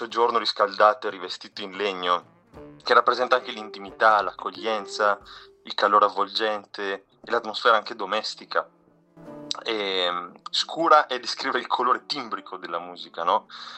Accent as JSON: {"language": "Italian", "town": "Chioggia", "region": "Veneto", "country": "Italy", "accent": "Chioggiotto", "said": "E poi chiaramente io vengo da Chioggia"}